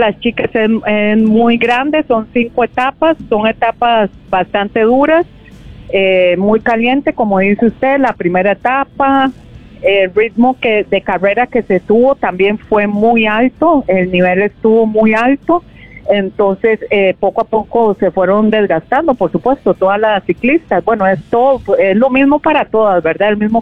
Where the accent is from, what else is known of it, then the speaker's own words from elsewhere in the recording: Escazú, San José, Costa Rica; Yo que soy de Escazú